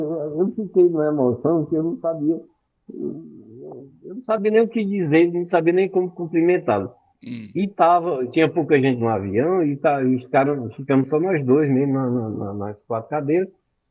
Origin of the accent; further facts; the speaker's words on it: Ceará, Brazil; a gente como cearense